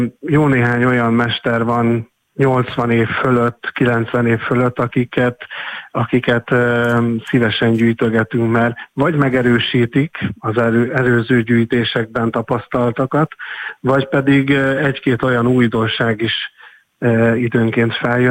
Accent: Kecskemét, Bács-Kiskun, Hungary; Mi kecskemétiek vagyunk

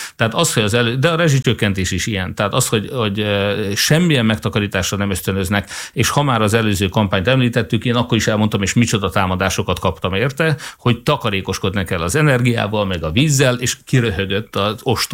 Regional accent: Hódmezővásárhely, Csongrád-Csanád, Hungary; Hódmezővásárhely víz szempontjából szerencsés, hiszen nálunk ártézi vizek vannak

